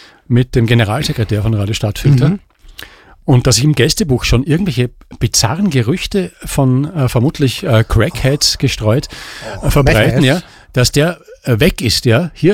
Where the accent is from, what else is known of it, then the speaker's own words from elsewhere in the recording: Vienna, Austria; ich hasse es dort speziell, weil es halt dort ist, wo ich herkomme und so.